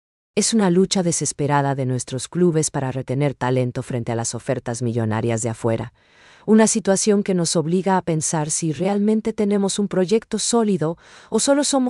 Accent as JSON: {"language": "Spanish", "country": "Paraguay"}